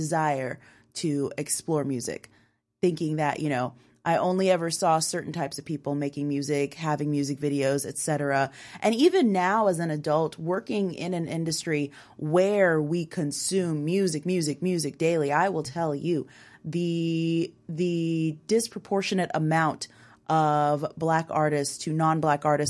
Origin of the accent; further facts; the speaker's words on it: Bahrain; moved away; growing up in Bahrain